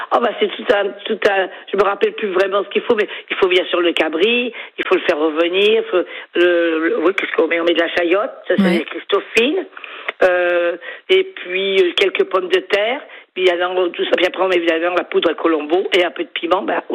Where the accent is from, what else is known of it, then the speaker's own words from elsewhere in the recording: France; now in Guadeloupe, France; Je suis de France